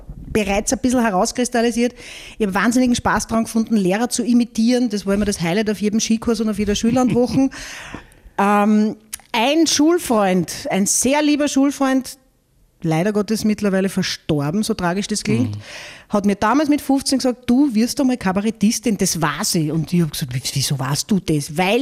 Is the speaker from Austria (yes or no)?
yes; Linz, Upper Austria, Austria; born there; also born or lived in Greece; dann ging es nach Linz